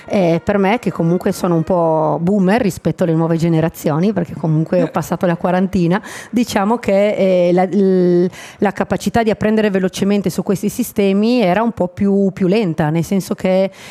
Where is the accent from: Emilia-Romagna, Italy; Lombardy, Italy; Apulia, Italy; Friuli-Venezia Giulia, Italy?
Friuli-Venezia Giulia, Italy; Trieste; io sono cresciuta qua a Trieste, quindi sono cresciuta con la barcolana